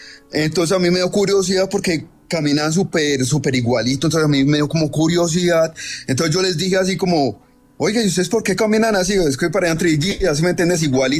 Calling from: Bogotá, Colombia; No, yo estoy acá en Bogotá.

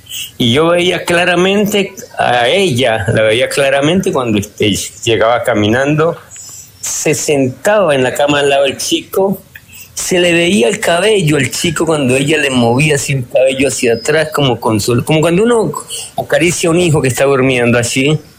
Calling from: Cali, Valle del Cauca, Colombia; estoy llamando desde Cali

